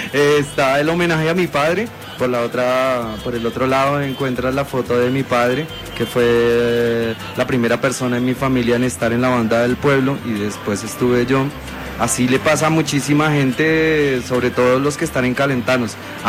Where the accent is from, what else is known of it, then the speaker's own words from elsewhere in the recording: Colombia; Yo soy el calentano, porque vengo de pueblo caliente.